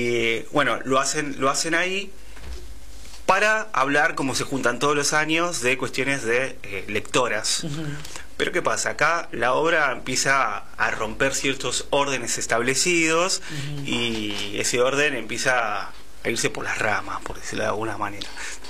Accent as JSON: {"language": "Spanish", "town": "Berazategui", "region": "Buenos Aires Province", "country": "Argentina", "said": "Somos todos de Berazategui. No, salvo una, el resto somos todos de Vera."}